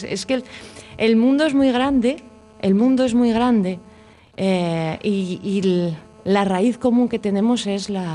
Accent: Asturias, Spain; Yo soy de aquí. Soy asturiana, de Narcea.

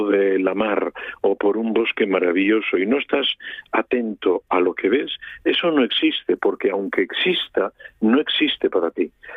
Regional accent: Asturias, Spain; Que no somos solo los asturianos, hay mucha más gente que disfruta de nuestra tierra y por ellos y por nosotros los asturianos va.

